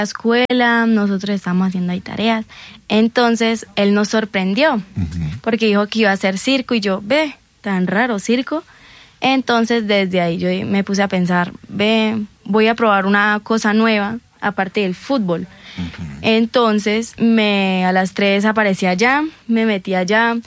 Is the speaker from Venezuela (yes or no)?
yes; Maracaibo, Zulia, Venezuela; Vengo de Maracaibo.